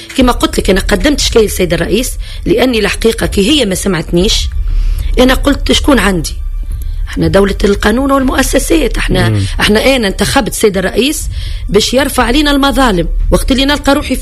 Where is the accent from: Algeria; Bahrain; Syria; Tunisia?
Tunisia; أنا فنانة تونسية